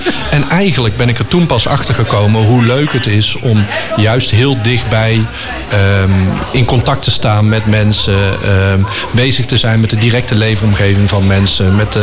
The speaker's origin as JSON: {"language": "Dutch", "town": "Breda", "region": "North Brabant", "country": "Netherlands", "tie": "born or raised there", "also_born_or_lived": "Tilburg / Duivendrecht", "accent": "zachte tongval", "moved": "as an adult", "lives_now": "Weesp, Netherlands", "said": "Geboren en getogen in Breda en later in Tilburg gaan studeren. En van Tilburg uiteindelijk naar deze regio verhuisd. Toen ik een jaar of 30 was. En toen zijn we hier eigenlijk om de hoek in Duivendrecht"}